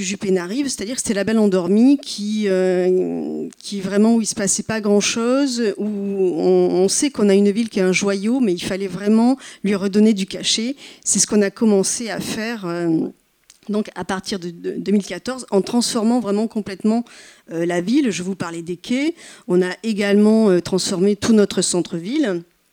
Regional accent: Libourne, Nouvelle-Aquitaine, France; Donc moi, je viens de Libourne. Libourne, je ne sais pas si ça vous évoque quelque chose. Donc Libourne en est en Gironde, on est au nord-est de Bordeaux, une trentaine de kilomètres.

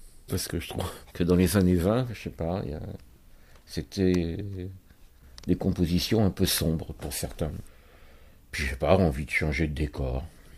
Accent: Royan, Nouvelle-Aquitaine, France; born there; à part que moi, c'est au bord de mer, à Royan, justement. Ça me permet de retrouver ma ville natale

